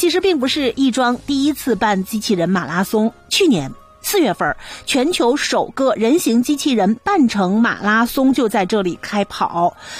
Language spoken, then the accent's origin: Chinese; Toronto, Ontario, Canada; 每年这2次比赛对于咱们多伦多人来讲